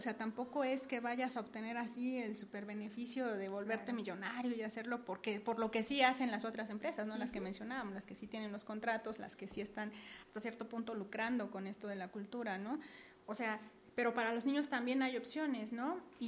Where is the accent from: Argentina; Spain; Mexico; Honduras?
Mexico; Canoa, Puebla; de donde soy, de Canoa